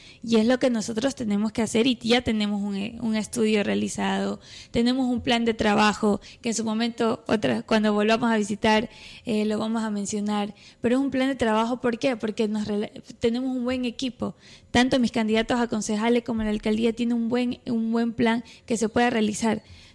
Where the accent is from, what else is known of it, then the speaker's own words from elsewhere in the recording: La Libertad, Santa Elena, Ecuador; porque soy parte de La Libertad. soy una libertense. Soy mis 25 años de edad las he vivido todas en el Cantón La Libertad